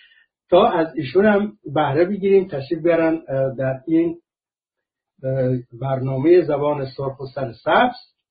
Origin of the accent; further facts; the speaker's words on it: Iran; من شخصا سیلی شخصی خوردم به عنوان یک ایرانی